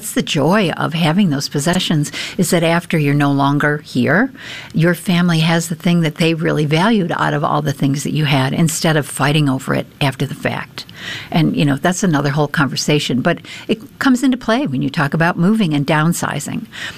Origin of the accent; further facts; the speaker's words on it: Ireland; Well, I think, I'm Irish, and, you know, we're connected in so many ways, mind, body, and soul.